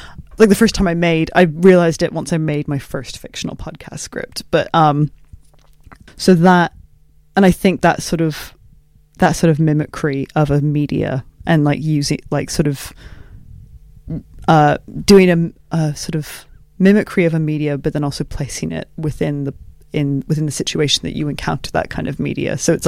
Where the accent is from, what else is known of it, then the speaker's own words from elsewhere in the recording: Canada; and I'm from Canada, so Cirque du Soleil is like a national treasure in Canada.